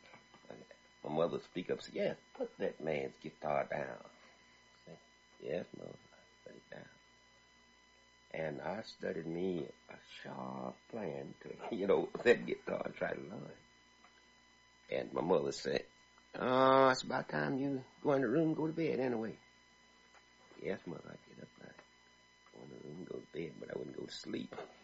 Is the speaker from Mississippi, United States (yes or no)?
yes; Avalon, Mississippi, United States; also born or lived in Tioc; a little place they call Tioc, Mississippi. And they brought me up to Avalon when I was just a baby. I grew up in Avalon.